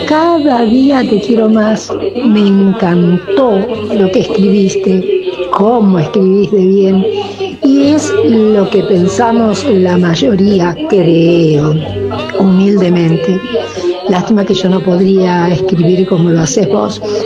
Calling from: San Martín, Argentina; de San Martín

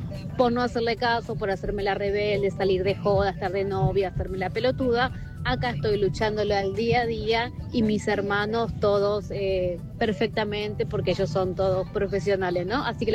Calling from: Pilar, Buenos Aires Province, Argentina; de Pilar.

